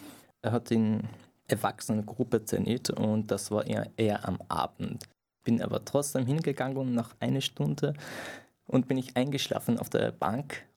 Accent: Iran; German is a second language; now in Austria; Nein, also ich bin im Iran geboren, aufgewachsen in einer kleinen Stadt und ich durfte nicht die Schule besuchen und also nichts eigentlich machen.

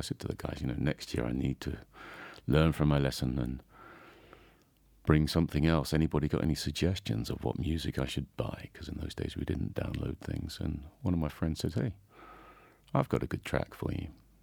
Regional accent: England, United Kingdom; now in Zell am See, Austria; I'm actually from England. I'm a ski instructor in Zellamzee in Salzburgerland.

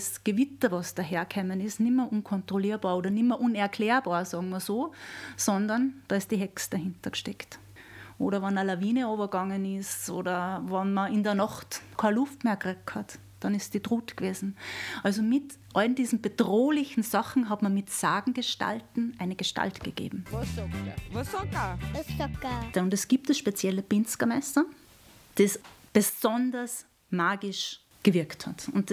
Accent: Bruck an der Großglocknerstraße, Salzburg, Austria; moved away as an adult; also born or lived in St. Pölten / Tanzania; Also ich bin in Bruck aufgewachsen

